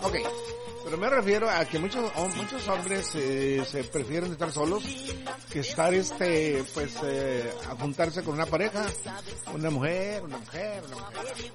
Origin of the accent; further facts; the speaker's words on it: San Luis Potosí, Mexico; por allá de mi pueblo, cerquita donde yo vivo, allá de San Luis Potosí.